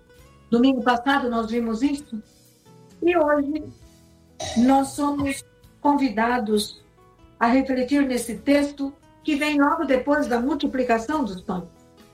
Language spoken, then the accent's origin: Portuguese; Brazil; nós enquanto brasileiros.